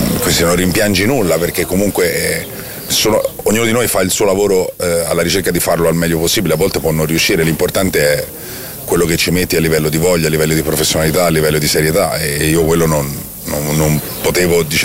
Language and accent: Italian; Florence, Tuscany, Italy; born there; sono nato a Firenze